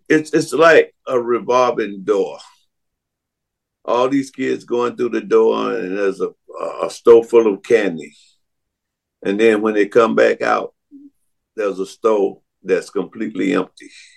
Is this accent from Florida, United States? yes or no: yes; Florida, United States; when I was growing up in Florida